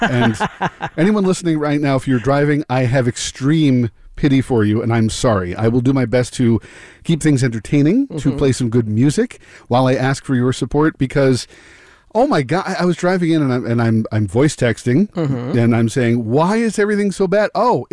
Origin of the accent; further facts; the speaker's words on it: Bronx, New York, United States; I'm from the Bronx originally. Yes. Boogie Down Bronx checking in.